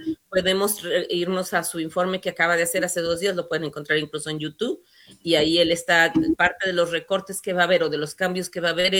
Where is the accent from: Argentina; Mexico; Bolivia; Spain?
Mexico; yo soy abogada de México, no soy abogada aquí